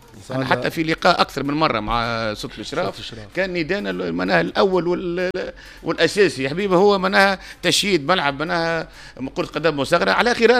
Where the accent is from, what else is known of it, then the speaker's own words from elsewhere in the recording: Tunisia; هذه المشكله اللي حق اللي قايم عندنا في تونس،